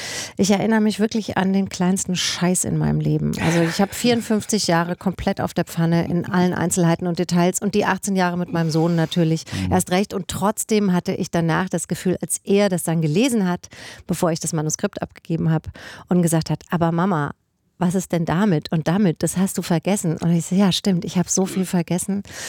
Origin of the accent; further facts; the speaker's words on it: Germany; ich bin im Spessart aufgewachsen und ich bin quasi im Wald aufgewachsen